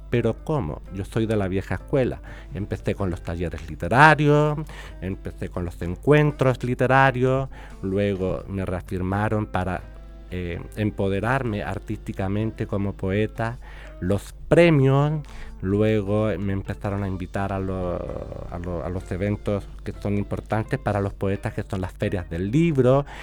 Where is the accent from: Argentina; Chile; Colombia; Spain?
Chile; nosotros somos, los de mi generación, aquellos que participan, somos poetas chilenos